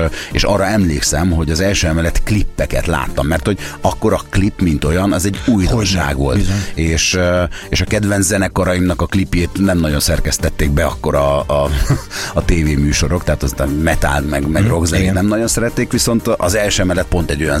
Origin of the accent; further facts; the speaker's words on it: Szekszárd, Tolna, Hungary; moved away as an adult; ott születtem, ott is nőttem fel, és 18 éves koromig ott is éltem